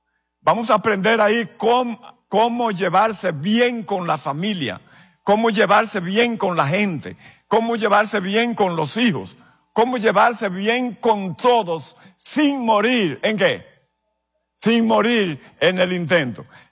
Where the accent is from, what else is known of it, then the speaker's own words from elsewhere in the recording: Santiago de los Caballeros, Santiago, Dominican Republic; Ahí estoy trabajando en la República, vengo de la República Dominicana, de Santiago de los 30 Caballeros.